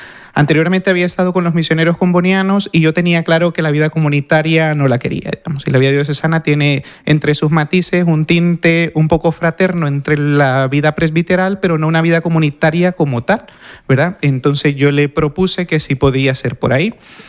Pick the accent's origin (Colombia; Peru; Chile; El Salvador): El Salvador; moved away as an adult; also born or lived in Valencia, Spain; now in Toledo, Spain; No soy de por aquí, soy de un poco lejos, soy salvadoreño.